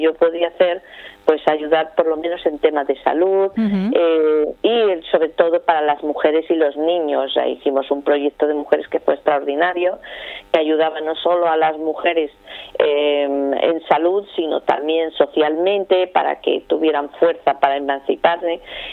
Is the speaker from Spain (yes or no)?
yes; Spain; porque soy española y yo defiendo el dinero que dan de mi país, uh-huh, porque sé que es de mi pueblo.